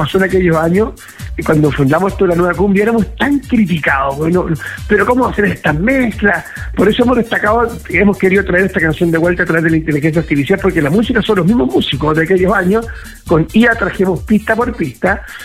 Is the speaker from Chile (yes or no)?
yes; Santiago, Santiago Metropolitan Region, Chile; now in Colina, Chile; Yo soy de Santiago, vivo aquí en la comuna de Colina, compadre, de Colinense.